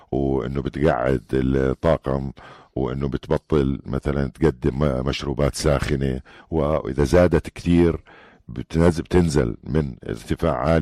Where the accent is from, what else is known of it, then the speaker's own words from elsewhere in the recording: Jordan; يعني احنا عندنا دائما سلطة الطيران الجوية هون عندنا بالأردن